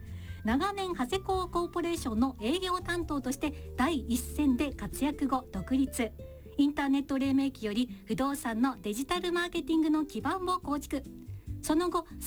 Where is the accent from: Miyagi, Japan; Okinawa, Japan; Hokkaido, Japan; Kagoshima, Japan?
Kagoshima, Japan; 私たちあの鹿児島から来てるんですけども